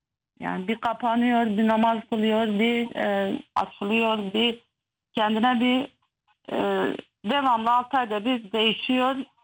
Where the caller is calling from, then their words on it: Gaziantep, Turkey; Gaziantep'ten arıyorum.